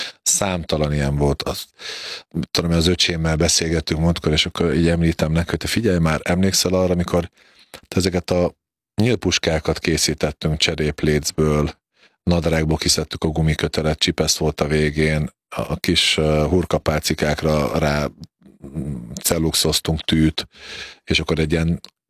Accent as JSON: {"language": "Hungarian", "country": "Slovakia", "said": "felvidéken, szlovák ajkúak között kellett élni, edzeni, és így kellett bekerülni a szlovák válogatottba is magyarként, ami nem volt egy ideális helyzet, valljuk be."}